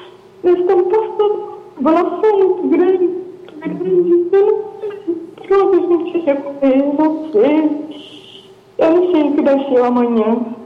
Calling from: Nova Canaã do Norte, Mato Grosso, Brazil; Sim, eu falo de Nova Canaã, do Norte, Mato Grosso.

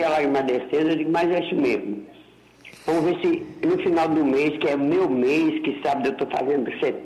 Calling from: Pernambuco, Brazil; Eu não sou pernambucana de nascença, mas eu sou pernambucana de coração.

